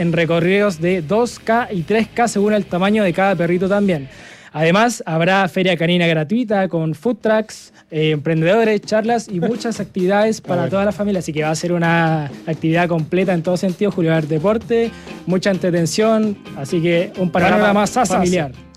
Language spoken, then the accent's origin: Spanish; Temuco, Araucanía, Chile; Yo vengo de Temuco, Temuco igual, muy bonito.